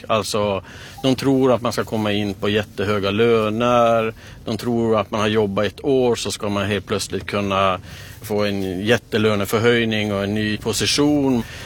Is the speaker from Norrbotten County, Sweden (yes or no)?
yes; Kiruna, Norrbotten County, Sweden; Jag är ju född och uppvuxen i Kiruna.